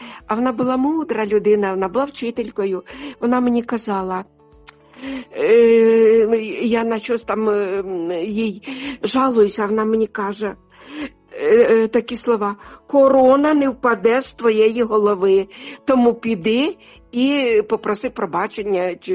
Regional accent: Sumy Oblast, Ukraine; now in Denmark; з далекої Данії. Передаю вітаннячко на мою рідну Україну, на мою рідну Сумщину.

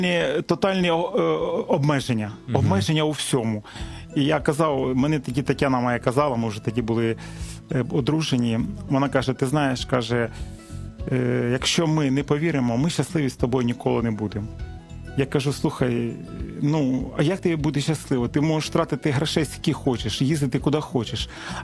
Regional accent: Hostomel, Kyiv Oblast, Ukraine; moved away as an adult; also born or lived in Sumy; Ну, народився я в Київській області, селище Гостомель, в 1970 році. Закінчив там 10 класів.

